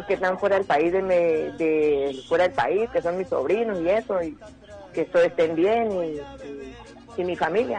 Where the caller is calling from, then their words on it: Táchira, Venezuela; Calle 16 de La Romera.